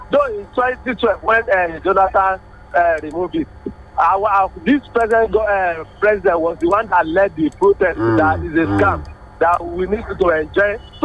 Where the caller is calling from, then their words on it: Eleko, Lagos, Nigeria; calling from Eleko.